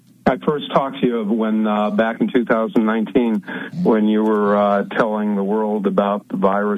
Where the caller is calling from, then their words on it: Michigan, United States; I'm in Michigan.